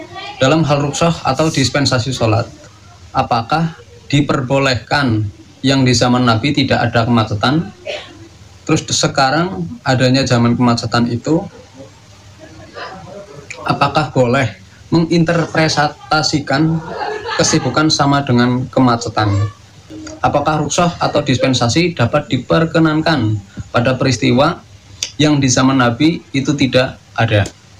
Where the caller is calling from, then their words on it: Kebumen, Central Java, Indonesia; Asal saya dari Kebumen.